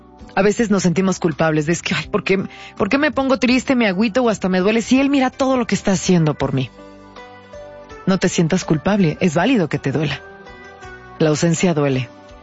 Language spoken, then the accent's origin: Spanish; Mexico